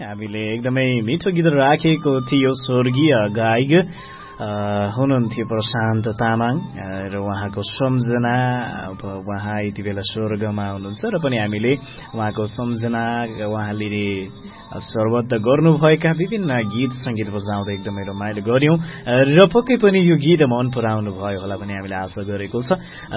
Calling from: Irkhu, Bagmati, Nepal

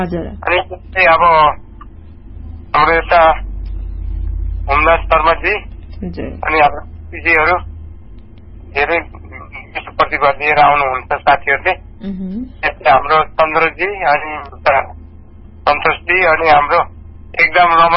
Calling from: Shuklagandaki, Gandaki Province, Nepal

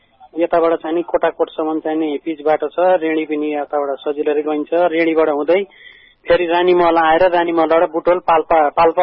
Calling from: Syangja, Gandaki Province, Nepal

